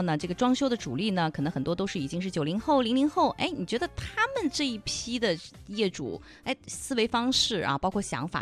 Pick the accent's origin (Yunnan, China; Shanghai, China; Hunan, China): Hunan, China; 咱们湖南人都知道啊，